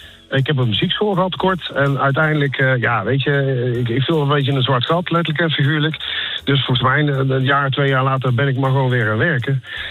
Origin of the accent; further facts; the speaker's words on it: Waalwijk, North Brabant, Netherlands; we zijn een schuchtere Brabantse jongen, inderdaad, geboren en getogen in Waalwijk.